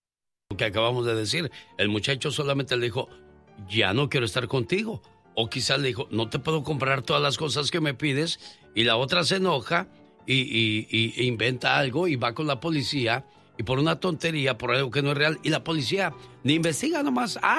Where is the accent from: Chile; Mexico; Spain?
Mexico